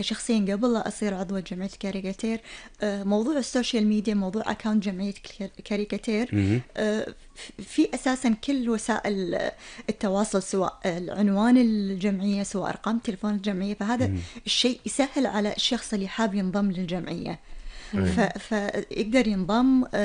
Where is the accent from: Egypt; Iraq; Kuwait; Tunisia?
Kuwait; عندنا بالكويت